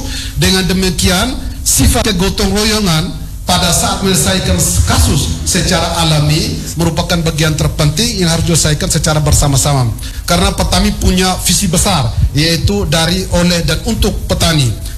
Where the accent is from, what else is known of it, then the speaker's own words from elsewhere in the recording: Indonesia; di Desa Manulondo, kampung saya tercinta ini, yaitu Kampung Mahkota.